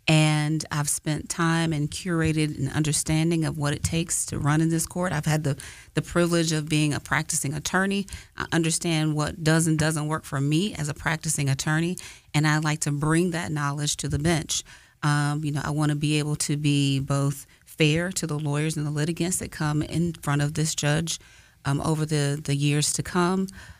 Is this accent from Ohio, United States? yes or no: no; Maryland, United States; moved away as an adult; also born or lived in Washington, D.C. / Alabama; now in Huntsville, United States; So I grew up in Maryland. My mother and my father are both natives of Alabama.